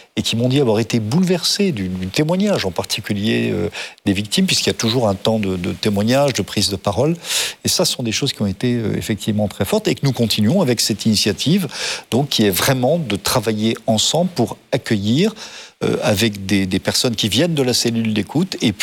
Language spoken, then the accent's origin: French; France; chez nous en France